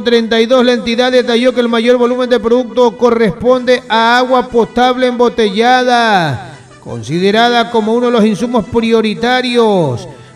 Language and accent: Spanish; Ecuador; Somos los ecuatorianos los que estamos mandando.